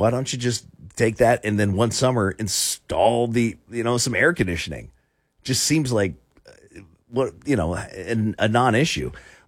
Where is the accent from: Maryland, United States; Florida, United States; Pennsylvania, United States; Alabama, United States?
Florida, United States; moved away as an adult; also born or lived in Columbus, Ohio; growing up in Florida my entire life